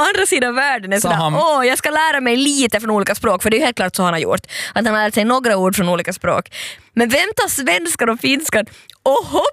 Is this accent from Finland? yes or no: yes; Vaasa, Ostrobothnia, Finland; Så säger jag, nej, jag är från Finland.